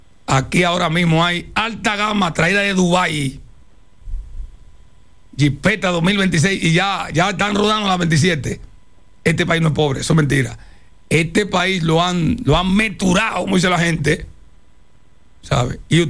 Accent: Dominican Republic; Yo, que soy dominicano

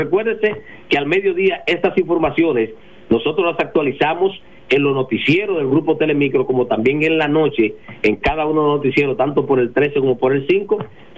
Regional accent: Monte Cristi, Dominican Republic; tanto Puerto Plata, Valverde, Santiago Rodríguez, Dajabón, Montecristi, mi patria chica, también tendrá fuertes precipitaciones

